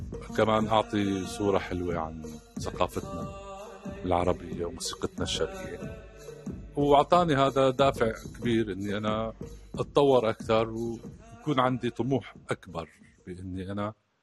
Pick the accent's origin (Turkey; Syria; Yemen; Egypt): Syria; moved away as an adult; now in Malmö, Sweden; من سوريا، تقريبا من 10 سنين أنا عايش من سوريا